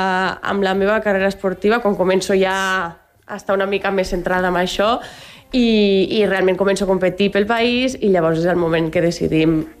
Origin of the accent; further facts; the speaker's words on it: Arfa, Catalonia, Spain; also born or lived in La Seu d'Urgell; now in Andorra; Jo passo la meva infància a Arfa, un petit poble al costat de la Seu, que és d'on és la meva família.